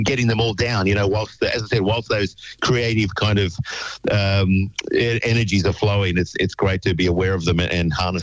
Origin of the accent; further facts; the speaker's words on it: Wagga Wagga, New South Wales, Australia; I grew up. I'm from Wagga. That's my hometown. I grew up in that beautiful city, and you know, growing up in Wagga, you're as a young local.